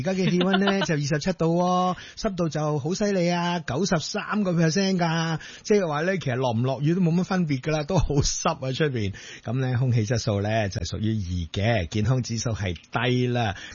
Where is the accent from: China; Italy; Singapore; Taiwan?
China; 所以由唐代開始呢，我們中國人的文化呢真的沒得輸的。